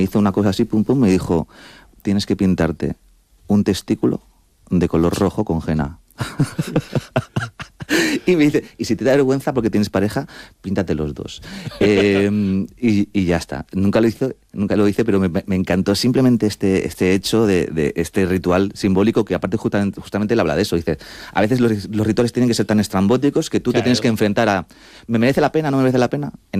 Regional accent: Madrid, Community of Madrid, Spain; soy madrileño y mis padres son argentinos

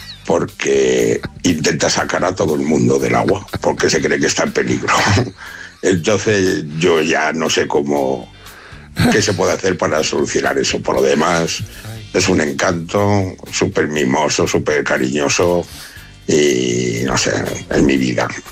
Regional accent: Segovia, Castile and León, Spain; soy de Segovia.

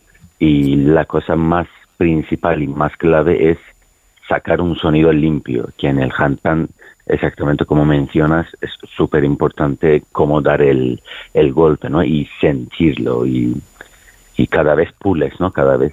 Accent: Iran; Spanish is a second language; Irán es como doble de España de grande, 90 millones de habitantes, muchas etnias, yo soy turco de Irán y mucha gente muy bonita, mucha cultura

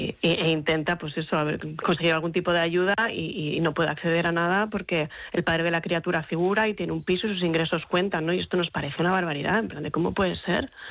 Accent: Gijón, Asturias, Spain; yo soy de provincias, yo soy de Gijón además

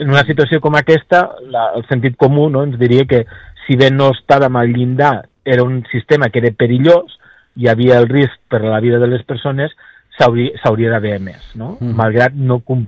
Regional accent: Catalonia, Spain; jo soc del Pla de Lleida

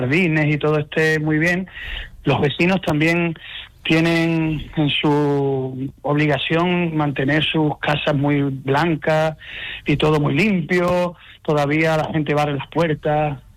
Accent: El Granado, Andalusia, Spain; me gusta mi pueblo especialmente por la comunidad, por la gente que tiene, porque es una comunidad muy acogedora

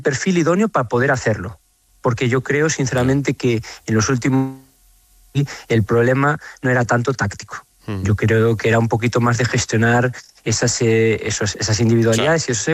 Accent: Galicia, Spain; no voy a responder con una pregunta como buen gallego

